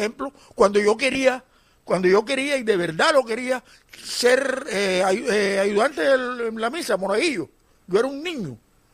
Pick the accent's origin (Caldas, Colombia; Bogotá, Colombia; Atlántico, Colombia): Atlántico, Colombia; Barranquilla; En el barrio donde yo nací y he vivido toda la vida, había una gran estirpe beisbolera.